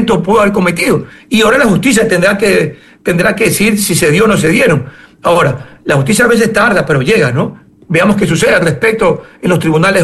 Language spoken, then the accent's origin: Spanish; Ecuador; el Estado ecuatoriano, los ciudadanos que somos parte del Estado y hacemos el Estado